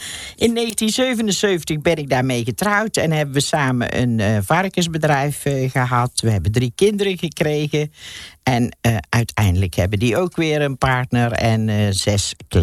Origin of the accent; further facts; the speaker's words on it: Helvoirt, North Brabant, Netherlands; zoals je al zei. En ik ben geboren en getogen in Helvoort. En ik ben intussen al 73 jaar oud.